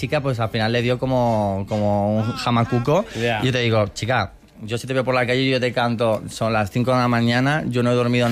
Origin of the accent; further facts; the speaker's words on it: Fuengirola, Andalusia, Spain; Málaga, yo soy de Fuengirola, un sol de ciudad.